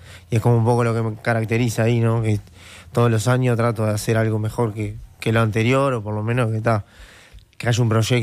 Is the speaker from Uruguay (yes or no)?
yes; Montevideo, Uruguay; born there; also born or lived in Durazno / the coast; yo medio que viví la mitad de mi vida en Durazno y la mitad de mi vida en Montevideo, claro. Nací ahí. En realidad viví en la costa, pero nací en Montevideo.